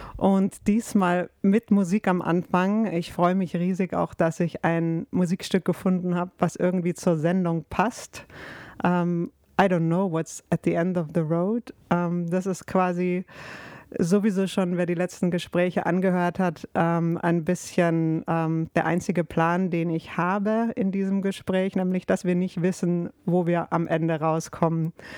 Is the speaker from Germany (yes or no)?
yes; Germany; moved away; ich als Deutsche mache immer die Erfahrung, dass Leute sofort in Hochdeutsch wechseln mit mir